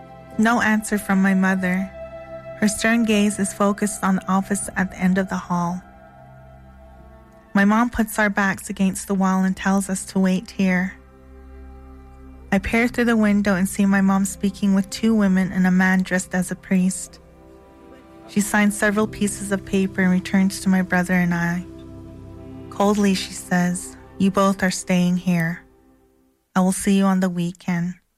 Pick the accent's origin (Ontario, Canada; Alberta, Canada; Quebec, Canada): Alberta, Canada; I am from Ghana, First Nation, Alberta. I am a residential school survivor who attended the St. Mary's Residential School